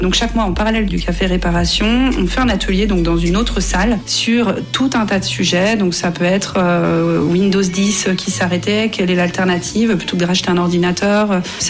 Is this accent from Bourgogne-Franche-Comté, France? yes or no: no; Auvergne-Rhône-Alpes, France; je viens du Beaujolais.